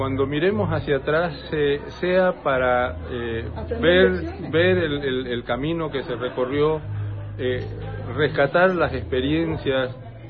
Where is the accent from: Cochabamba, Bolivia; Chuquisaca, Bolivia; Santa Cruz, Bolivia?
Santa Cruz, Bolivia; nosotros tenemos como bolivianos y como cruceños